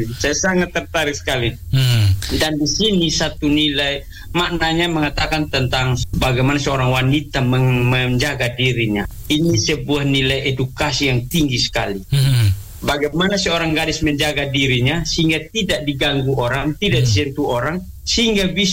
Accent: South Central Timor, East Nusa Tenggara, Indonesia; kami orang TTS

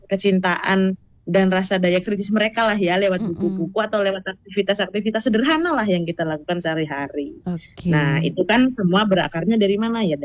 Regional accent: Way Kanan, Lampung, Indonesia; Ada Pak Agustianto dari Metro, ada Kak Devi dari Lampung Barat, dan saya sendiri dari Waikanan.

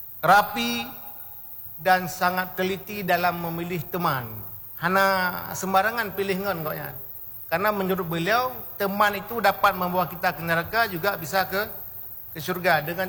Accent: Samalanga, Aceh, Indonesia; kampung saya di Beteli, Samalanga.

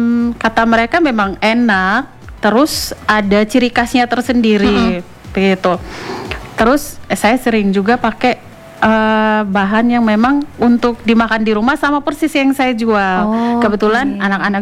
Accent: Ende, East Nusa Tenggara, Indonesia; Kebetulan saya orang ND.

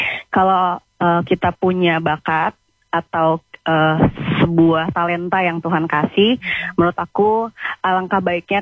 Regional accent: Jakarta, Indonesia; Begitu pula warga-warga Jakarta atau aku pun sebagai orang yang hidup di metropolitan itu bisa bertahan gitu.

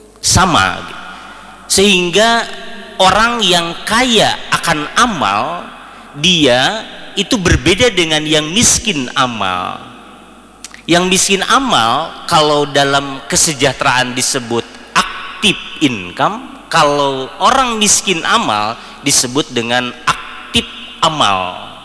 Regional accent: Bandung, West Java, Indonesia; saya dari Bandung, yang tentu ini adalah kali pertama saya menginjakan di Aceh

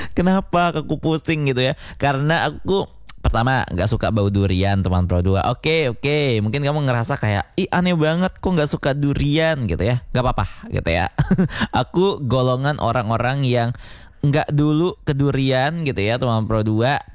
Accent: West Nusa Tenggara, Indonesia; karena daerahku di Kabupaten Lombok Utara, tepatnya di daerah Selelosan

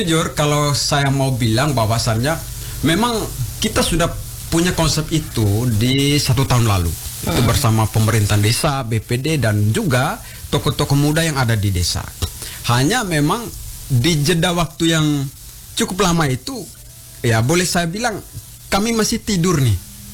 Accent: East Nusa Tenggara, Indonesia; born there

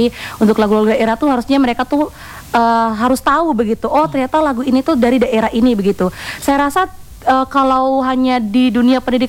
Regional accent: Ende, East Nusa Tenggara, Indonesia; apalagi musik-musik atau lagu-lagu daerah dari asal kita Ende ini kalian.

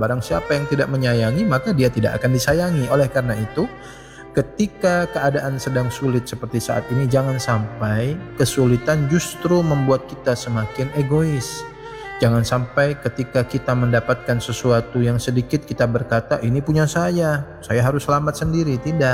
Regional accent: West Kalimantan, Indonesia; kita sama-sama sebagai warga Kalimantan Barat, Kota Pontianak dan sekitarnya, ya, yang ada di Kalimantan Barat ini.

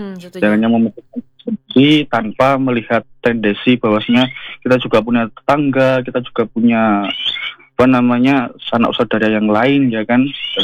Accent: Surakarta, Central Java, Indonesia; Apalagi kita orang Jawa itu, orang Solo wabil khusus

